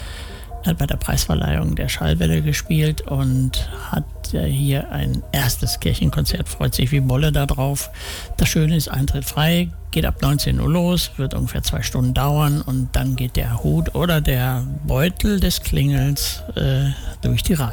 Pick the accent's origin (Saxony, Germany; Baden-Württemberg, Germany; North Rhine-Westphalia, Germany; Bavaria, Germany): North Rhine-Westphalia, Germany; Gladbeck; als ich jetzt die Tage durch meinen Heimatort Gladbeck gewandert bin